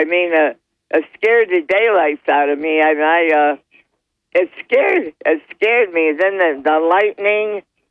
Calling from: Dickinson, United States; from the town of Dickinson.

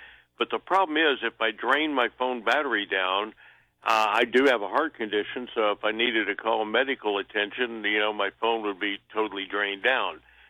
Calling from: Marina Del Rey, California, United States; here in Marina Del Rey

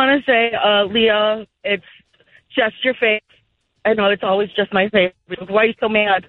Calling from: Trevor, Wisconsin, United States

